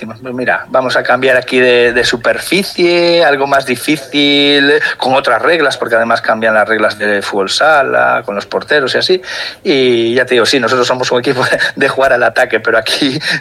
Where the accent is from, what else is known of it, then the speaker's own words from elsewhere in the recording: Vigo, Galicia, Spain; las chavalas y toda la gente de Vigo, ¿no? Que somos del Celta de hombres